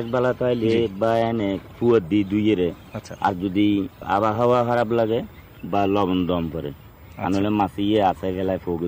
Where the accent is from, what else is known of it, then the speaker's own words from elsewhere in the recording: Chittagong Division, Bangladesh; now in Chittagong, Bangladesh; আমরা বাড়ি দেবাসখালী